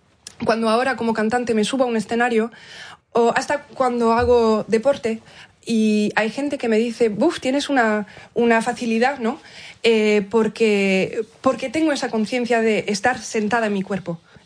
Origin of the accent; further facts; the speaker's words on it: Galicia, Spain; Y creo que es algo, no solo del hecho de que sea gallega, sino que sea la hija de mi padre